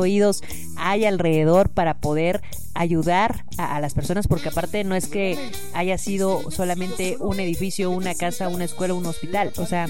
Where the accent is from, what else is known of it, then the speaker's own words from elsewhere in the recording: Mexico; nosotros como mexicanos